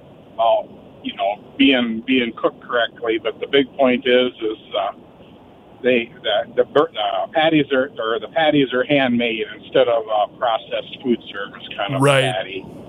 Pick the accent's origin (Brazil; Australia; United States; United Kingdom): United States; Sioux Falls, South Dakota; now in Rapid City, United States; I live out there now. I'm a transplant from Sioux Falls, so I live out there now.